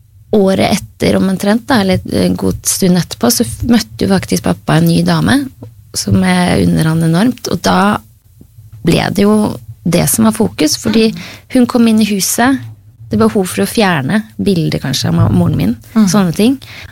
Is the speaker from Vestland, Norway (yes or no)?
no; Oslo, Norway; Ja, det må liksom nevnes at både mamma og pappa, jeg vokste opp I Oslo, og de begge nordlendinger.